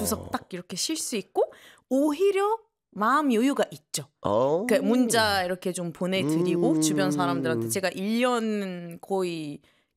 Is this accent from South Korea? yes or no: yes; South Korea; 저는 또 이게 한국인이긴 하지만